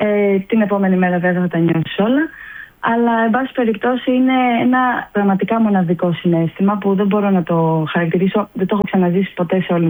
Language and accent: Greek; Peloponnese, Greece; now in Athens, Greece; εγώ είμαι από Αρκαδία, μένω Αθήνα, αλλά σπουδάζω στα Χανιά.